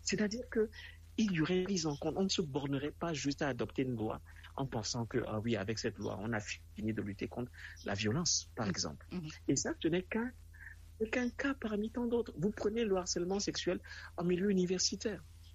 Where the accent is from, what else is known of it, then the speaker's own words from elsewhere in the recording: Togo; chez nous, au Togo